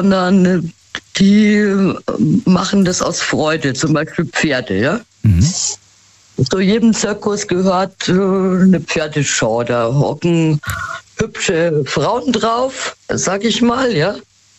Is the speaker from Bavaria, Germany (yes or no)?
yes; Munich, Bavaria, Germany; weil ich komme aus München, ja.